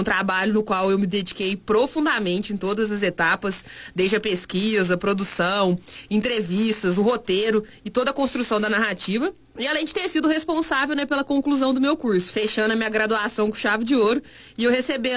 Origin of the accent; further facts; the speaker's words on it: Três Corações, Minas Gerais, Brazil; eu fico muito muito feliz de poder representar a nossa cidade e o nosso sotaque